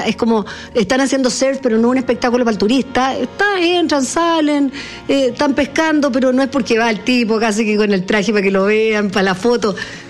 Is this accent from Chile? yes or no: yes; Chile; no puede ser que uno como chileno, si tiene la posibilidad, evidentemente